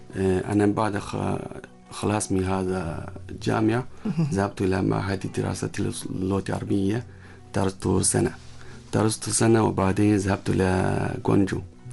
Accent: China; Arabic is a second language; من الصين بلسان عربي.

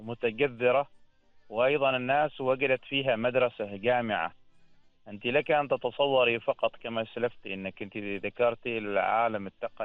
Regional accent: Oman; now in Nizwa, Oman; بلدنا عمان مزيج من الثقافة ومزيج من الظواهر الاجتماعية المختلفة

